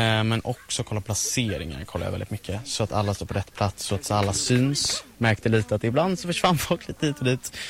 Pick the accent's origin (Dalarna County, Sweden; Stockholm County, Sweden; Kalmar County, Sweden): Stockholm County, Sweden; Nacka; Jag är från Nacka.